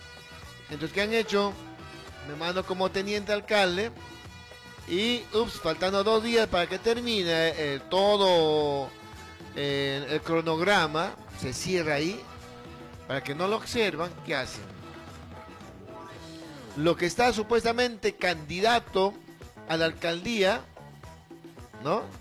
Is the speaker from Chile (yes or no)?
no; Peru; ¿Qué queremos ser como peruanos?